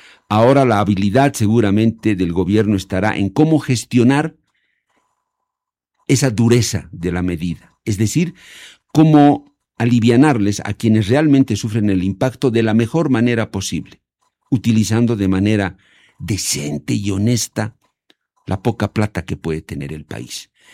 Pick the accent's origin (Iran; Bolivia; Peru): Bolivia; exigir a todos los trabajadores, que somos los bolivianos, en realidad todos, que trabajemos por igual